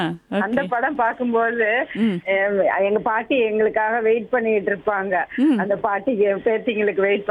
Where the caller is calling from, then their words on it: Kallakurichi, Tamil Nadu, India; கள்ளக்குறிச்சில இருந்து மேம்.